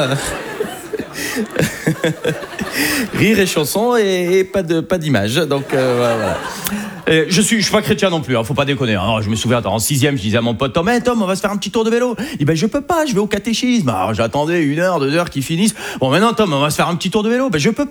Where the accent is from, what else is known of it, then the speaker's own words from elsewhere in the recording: Algeria; Je suis algérien.